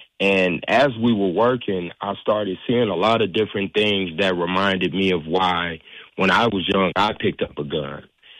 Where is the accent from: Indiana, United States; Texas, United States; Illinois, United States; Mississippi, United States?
Indiana, United States; Gary; about him and I growing up in Gary, how we found our way to get on the right path